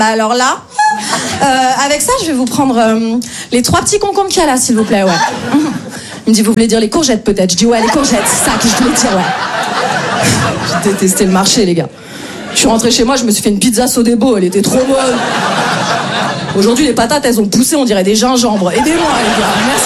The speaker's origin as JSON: {"language": "French", "town": "Paris", "region": "Île-de-France", "country": "France", "said": "moi je viens de Paris."}